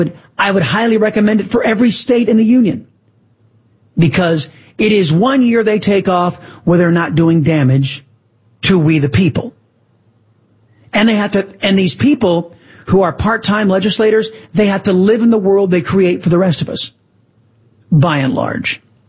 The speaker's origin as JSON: {"language": "English", "region": "Texas", "country": "United States", "said": "my home state of Texas"}